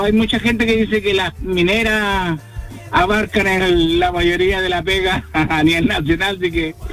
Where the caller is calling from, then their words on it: Concepción, Biobío, Chile; aquí en la Vega Monumental.